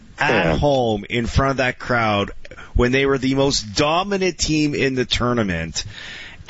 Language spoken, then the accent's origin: English; Canada; we're Canadian and we want Canadians to win.